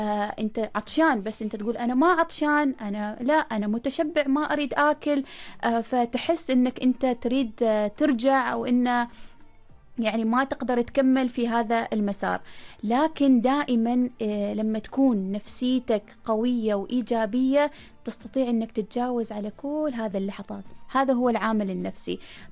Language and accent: Arabic; Oman; أنا كوني شابة عمانية